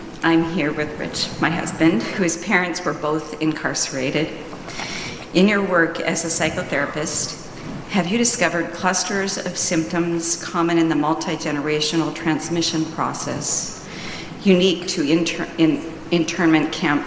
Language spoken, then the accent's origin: English; Glendora, California, United States; And we are from Glendora, California, and he's Sansei.